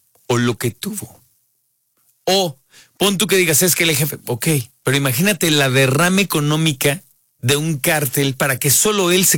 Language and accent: Spanish; Mexico